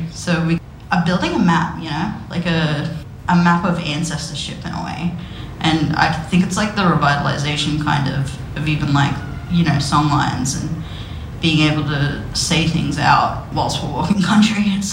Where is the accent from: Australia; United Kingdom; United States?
Australia; Yarrabah, Queensland; I'm from Yarrabah.